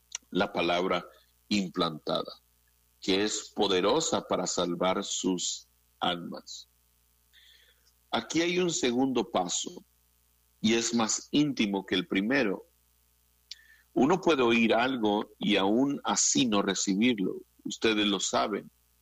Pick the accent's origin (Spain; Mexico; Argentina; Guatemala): Mexico; como pueblo evangélico, y especialmente si somos mexicanos